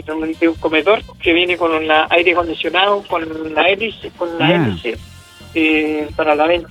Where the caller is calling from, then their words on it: Concepción, Biobío, Chile; yo vivo en Lorenzo Arenas.